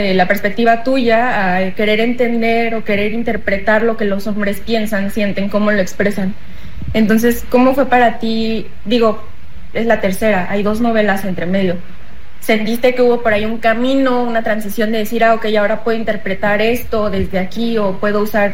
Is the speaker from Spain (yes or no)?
no; Mexico; nosotros como lectores mexicanos